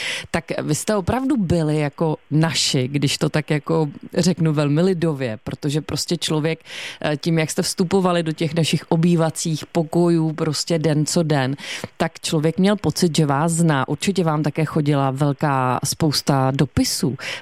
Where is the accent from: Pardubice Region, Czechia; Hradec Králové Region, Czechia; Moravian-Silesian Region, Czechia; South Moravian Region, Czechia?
Pardubice Region, Czechia; Pardubice; já jsem z Pardubic